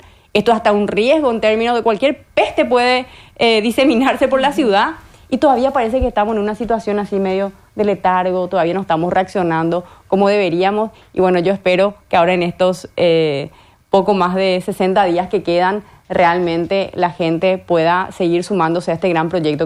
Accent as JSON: {"language": "Spanish", "town": "Asunción", "country": "Paraguay", "tie": "born or raised there", "said": "que viene trabajando desde los 16 años en los barrios más vulnerables de Asunción, que nací en esta ciudad, que me crié en Asunción, que me malcrié acá, que viví en más de 8 barrios en nuestra capital"}